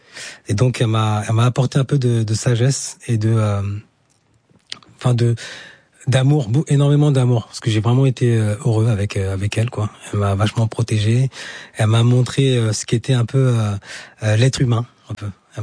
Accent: Senegal; first language Diakhanké; French is a second language

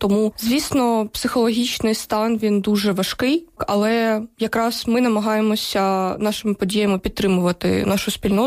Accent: Donetsk Oblast, Ukraine; Можу на своєму навіть прикладі це підтвердити, бо я з Донецької області.

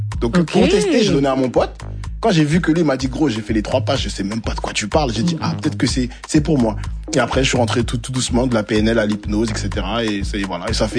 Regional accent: Garges-lès-Gonesse, Île-de-France, France; Et moi, j'ai grandi à Garges-lès-Gonesse.

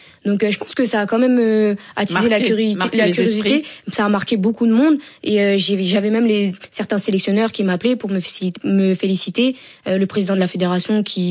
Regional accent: Senegal; J'ai commencé au Sénégal parce que je viens du Sénégal et je trouvais ça logique de commencer dans mon pays d'origine.

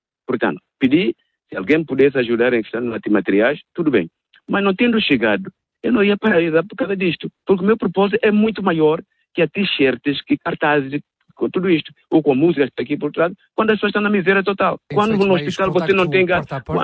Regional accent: São Tomé & Príncipe; Fomos todos portugueses. Até bem pouco tempo éramos todos portugueses, que se adequava naturais de São Tomé.

